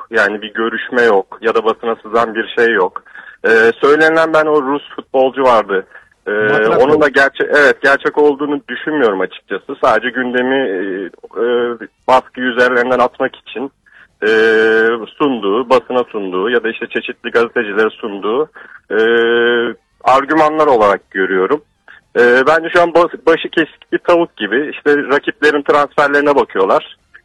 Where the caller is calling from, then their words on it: İzmir, Turkey; İzmir'den arıyorum ben.